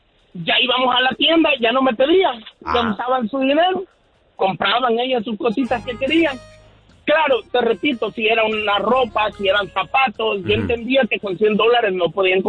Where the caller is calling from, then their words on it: Chicago, Illinois, United States; Soy troquero aquí de Chicago.